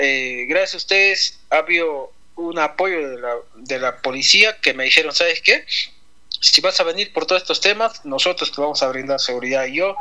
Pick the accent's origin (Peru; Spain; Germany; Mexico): Peru; Pangoa, Junín; moved away as an adult; now in Huancayo, Peru; Yo vivo acá en Huancayo, yo soy pangolino y me da lástima, me da pena, me da cólera no poder pisar mi pueblo en paz.